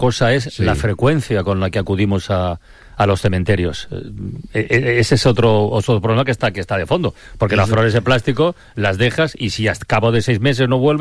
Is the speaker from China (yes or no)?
no; Tarragona, Catalonia, Spain; qué ocurrió en un cementerio de mi tierra, en el cementerio de Tarragona